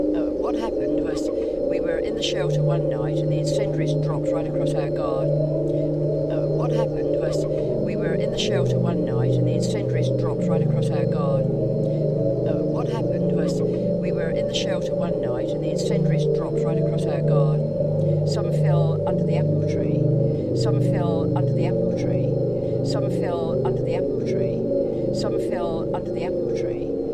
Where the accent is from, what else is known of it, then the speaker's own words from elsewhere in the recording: South East England, United Kingdom; also born or lived in London; Moved into Kent when I was six, just as Hitler was coming to power. Just as Hitler was coming to power.